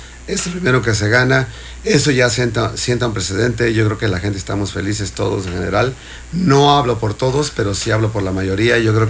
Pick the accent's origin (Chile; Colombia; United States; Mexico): Mexico